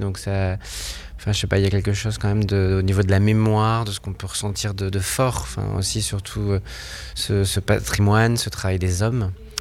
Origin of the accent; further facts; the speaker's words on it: Hauts-de-France, France; même si je viens du Nord